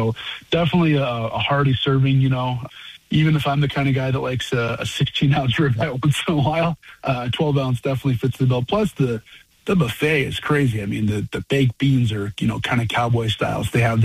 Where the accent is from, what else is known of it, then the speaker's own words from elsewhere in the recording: Bowman, North Dakota, United States; now in South Heart, United States; but born and raised, I'm a Southwest North Dakota kid my entire life. I grew up in Bowman, just down the road from Medora.